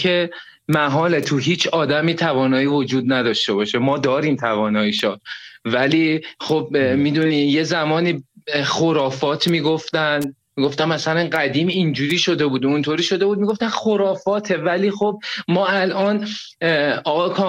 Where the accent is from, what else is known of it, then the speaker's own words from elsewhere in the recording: Iran; born there; ما بدبختیمونه که تو ایران به دنیا اومدیم